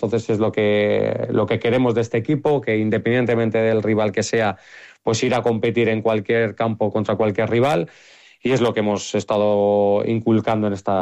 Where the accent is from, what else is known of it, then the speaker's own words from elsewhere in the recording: Salamanca, Castile and León, Spain; Yo soy de Salamanca